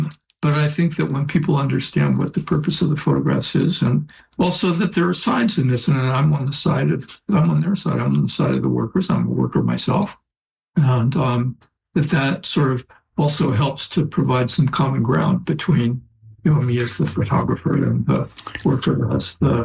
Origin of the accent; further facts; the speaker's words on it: Oakland, California, United States; Then I grew up in Oakland.